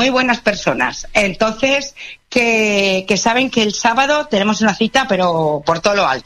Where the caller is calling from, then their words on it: Spain; Somos españoles.